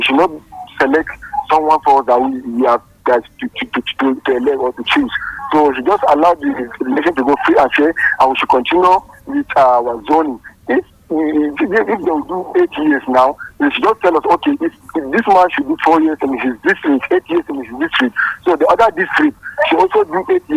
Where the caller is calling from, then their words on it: Nigeria; I'm calling from Doro Abukuru.